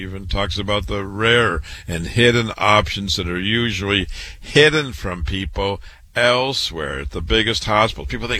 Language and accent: English; Waterloo, Iowa, United States; I'm born and raised in Waterloo, Iowa, went to public school, university, MD at 25